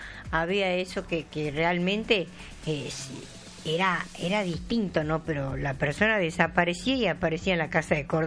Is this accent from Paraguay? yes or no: no; Argentina; Acá somos argentinos, somos gauchos, comemos locro, hablamos clarito y usamos nuestra palabra.